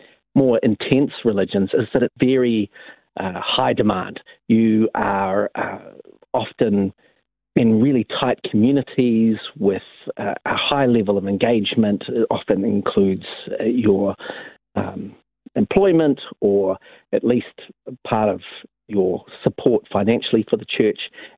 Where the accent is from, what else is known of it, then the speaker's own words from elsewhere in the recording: Wellington, New Zealand; Well, I grew up in Wellington. My parents joined the church when I was very young